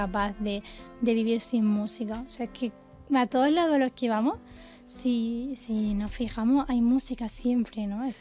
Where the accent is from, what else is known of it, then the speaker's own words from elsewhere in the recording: Andalusia, Spain; now in Madrid, Spain; soy de Andalucía